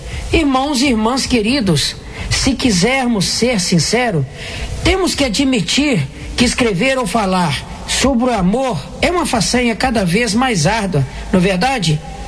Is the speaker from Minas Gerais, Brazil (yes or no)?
yes; Piraúba, Minas Gerais, Brazil; moved away as an adult; now in Boston, United States; sou mineiro da cidade de Piraúba, resido aqui nos Estados Unidos, na cidade de Boston, há quase 21 anos. Eu pertenço aqui à comunidade de Santo Antônio de Pádua, do padre Francisco Silva.